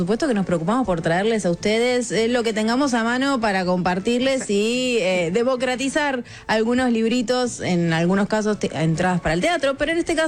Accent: La Matanza, Buenos Aires Province, Argentina; yo soy del conurbano, de La Matanza, y quienes somos del conurbano, para movernos a cualquier lado son dos colectivos, mínimo

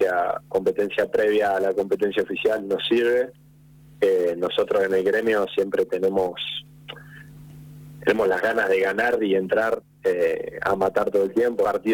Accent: Embalse, Córdoba, Argentina; moved away; De Córdoba, en Balsa de Calamuchita.

